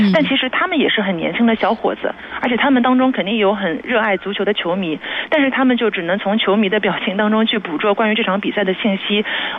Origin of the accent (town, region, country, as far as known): Jiangsu, China